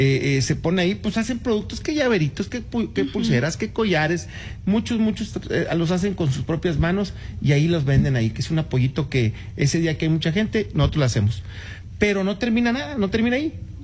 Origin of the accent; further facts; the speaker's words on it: Ramos Arizpe, Coahuila, Mexico; es un orgullo ser de Ramos Arizpe, y por eso hablo también de mi pueblo, de mi gran ciudad, Ramos Arizpe